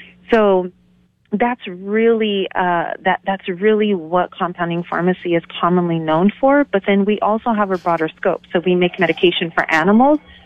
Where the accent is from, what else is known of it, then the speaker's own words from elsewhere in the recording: California, United States; now in New Mexico, United States; do consider myself a New Mexican after being here since, 97? So that's almost 30 years now. Yeah, I came from California. I went to Sandia High School.